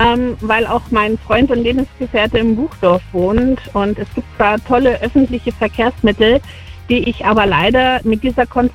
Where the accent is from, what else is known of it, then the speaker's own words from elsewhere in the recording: Rhineland-Palatinate, Germany; now in Horgau, Germany; Ich komme aus Horgau, beziehungsweise ich lebe in Horgau, komme eigentlich aus der Rheinland-Pfalz und bin so eine kleine Zugereiste.